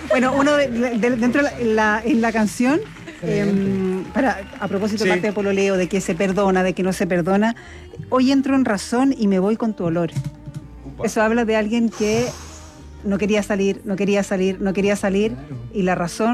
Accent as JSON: {"language": "Spanish", "town": "Iquique", "region": "Tarapacá", "country": "Chile", "said": "Soy de Iquique."}